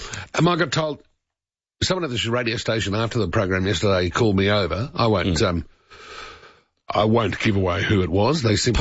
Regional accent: Melbourne, Victoria, Australia; also born or lived in Brisbane; That is, and I don't want to exaggerate, 300 metres from where I grew up in Melbourne.

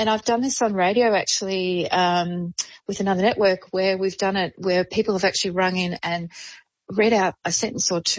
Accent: Shepparton, Victoria, Australia; I had a really great workshop recently in my hometown of Shepparton at the Shepparton Library.

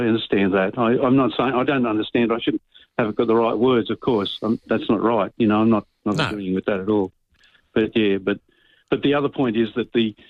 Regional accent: Canberra, Australian Capital Territory, Australia; I've got just an Aboriginal descent. I'm 3%. I'm from the Canberra area.

